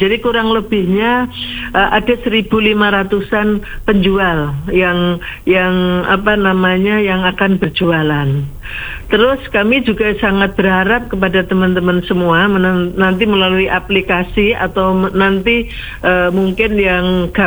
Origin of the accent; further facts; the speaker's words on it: Jember, East Java, Indonesia; kita semua sebagai warga Jember